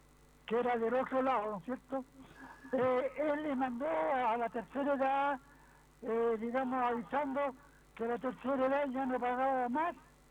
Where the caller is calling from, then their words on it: Quilpué, Valparaíso, Chile; De Quilpue.